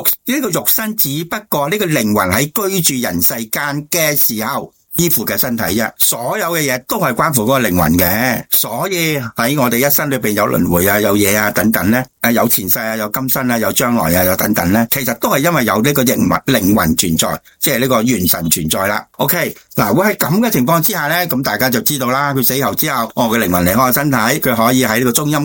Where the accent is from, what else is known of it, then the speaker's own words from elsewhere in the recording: China; 所以我哋中国人有讲十八年后一条好汉啊嘛。